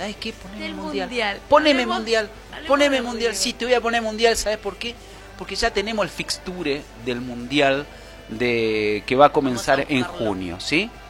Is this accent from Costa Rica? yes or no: no; Argentina